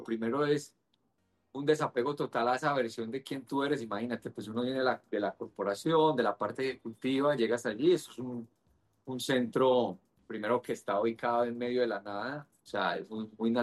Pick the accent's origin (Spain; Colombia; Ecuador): Colombia; Medellín, Antioquia; moved away; originariamente yo soy de Medellín, tengo 40 años actualmente